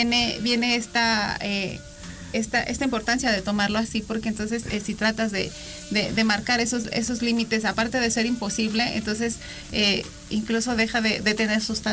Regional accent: Mexico; este calor que nosotros tenemos como mexicanos

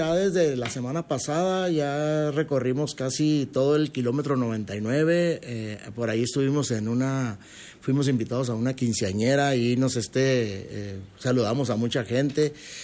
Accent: Rosales, Chihuahua, Mexico

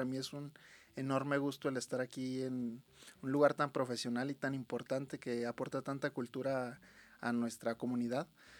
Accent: Río Grande, Zacatecas, Mexico; aquí de mi tierra, Río Grande

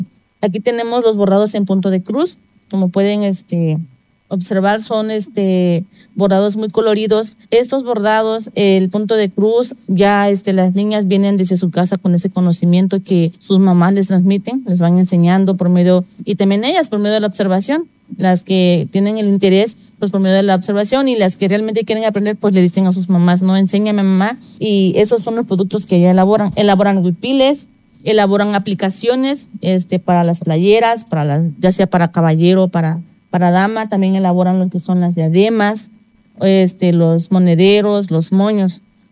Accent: Cochoapa, Guerrero, Mexico; soy originaria de Cochoapa, pero estoy trabajando aquí como docente en el Bachillerato Intercultural Plantel 08 Zapualpan.

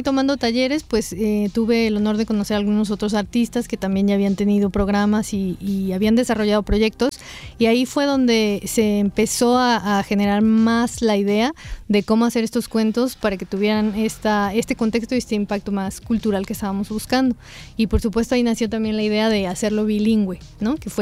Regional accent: Río Blanco, Veracruz, Mexico; ahí de donde yo soy, de la zona de Orizaba, no específicamente en Río Blanco, sino ahí en Orizaba, Veracruz

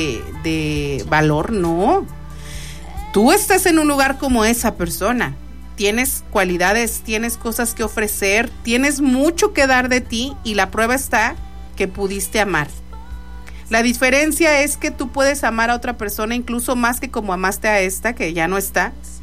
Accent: Italy; Spanish is a second language; Porque yo soy ser italiana.

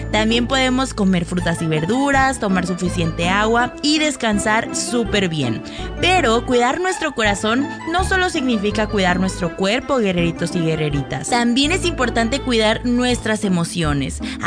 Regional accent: Mexico; forma parte de lo que somos orgullosamente como mexicanos.

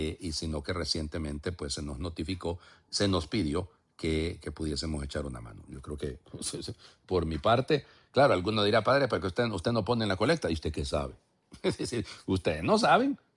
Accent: Honduras; somos especiales los hondureños en general y en nuestra arquidiócesis, pues más.

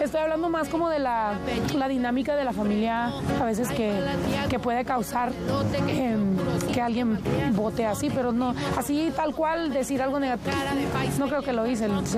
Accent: Mexico; Para mí fue una cosa muy normal decir que soy mexicana

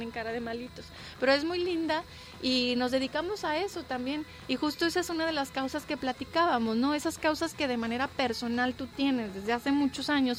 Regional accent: Mexico

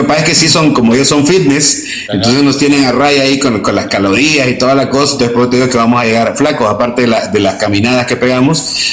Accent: El Salvador; soy salvadoreño

